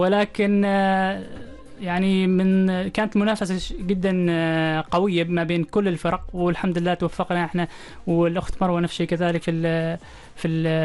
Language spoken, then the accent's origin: Arabic; Oman